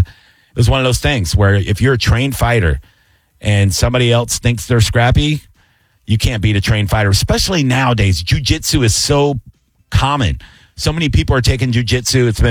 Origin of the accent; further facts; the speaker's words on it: Tampa, Florida, United States; I was always a big kid, fat kid, obviously, but I was a little scrappy, growing up in Seminole Heights.